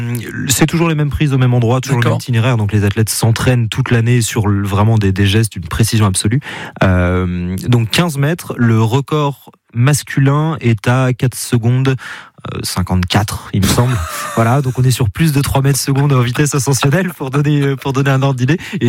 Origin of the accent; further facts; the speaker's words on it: Laval, Pays de la Loire, France; ma ville natale